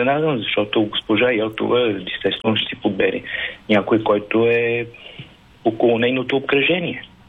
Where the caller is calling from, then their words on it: Sofia, Sofia City, Bulgaria; от София.